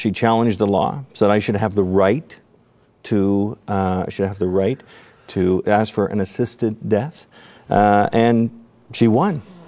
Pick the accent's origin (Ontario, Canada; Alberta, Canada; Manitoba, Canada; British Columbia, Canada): Ontario, Canada; I'm from Canada, just outside of Toronto. For those of people who know the Toronto area, just outside of Hamilton.